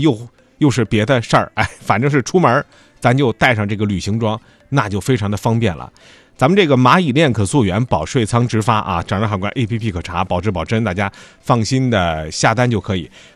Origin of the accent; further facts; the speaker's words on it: Shandong, China; 这是很多咱们山东人家里的吃早餐的一个标配。